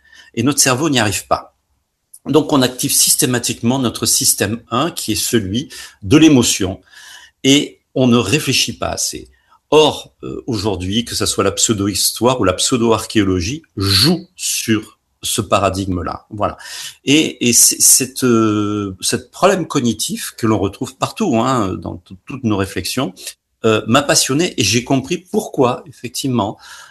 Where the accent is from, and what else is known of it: Perpignan, Occitanie, France; born there; also born or lived in Jura / Paris